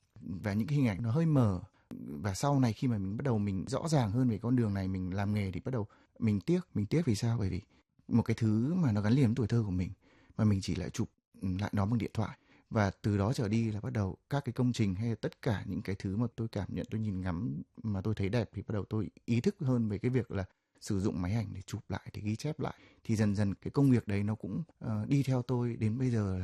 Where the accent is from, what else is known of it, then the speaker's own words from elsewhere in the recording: Nam Định, Vietnam; tôi thì sinh ra và lớn lên ở thành phố Nam Định, là cái nôi của dệt may.